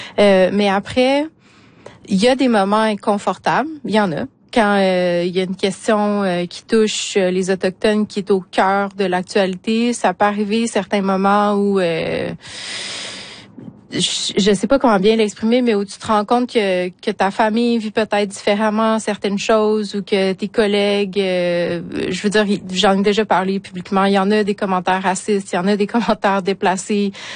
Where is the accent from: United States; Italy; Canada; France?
Canada; Quebec City, Quebec; comme Chouchane, j'ai grandi à Québec, donc hors communauté.